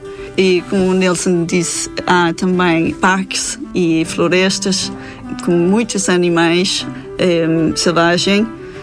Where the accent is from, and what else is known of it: North Denmark Region, Denmark; born or raised there; Portuguese is a second language; now in Portugal